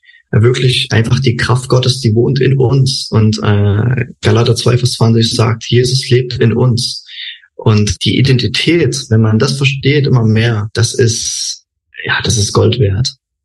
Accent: Saxony, Germany; moved away as an adult; now in Thailand; Und zwar komme ich ursprünglich aus Sachsen. Und in Sachsen, da gibt es ein Wort, also sagt man auf Sächsisch, Kanai.

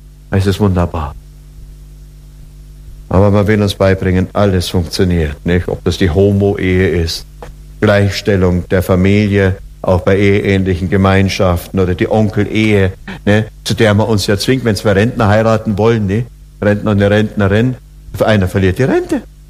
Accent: Oberammergau, Bavaria, Germany; Ich weiß, ich bin auf dem Dorf aufgewachsen in Oberammergau.

